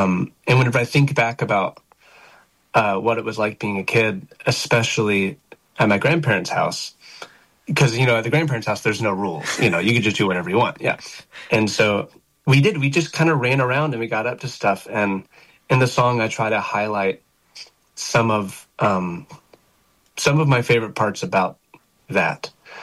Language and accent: English; Arkansas, United States; this song is really just my celebration of all the things that I loved about growing up in Arkansas